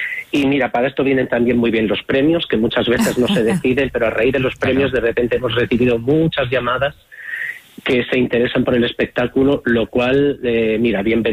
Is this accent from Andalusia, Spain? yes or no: yes; Málaga, Andalusia, Spain; born there; moved away as an adult; also born or lived in Pamplona; now in Madrid, Spain; yo me formé en Málaga, estuve hasta los 19 años y a los 19 años me vine a Madrid. Entonces, es lo que yo pongo en mi Instagram, ¿no? O sea, yo soy pamplonés de nacimiento, malagueño de adopción y madrileño por vocación.